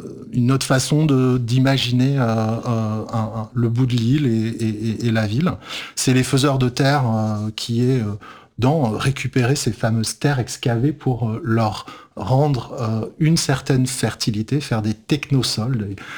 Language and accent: French; Île-de-France, France